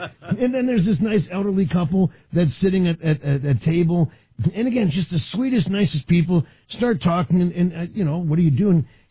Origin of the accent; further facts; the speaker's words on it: Washington, District of Columbia, United States; because I grew up in Washington, D.C. and everything else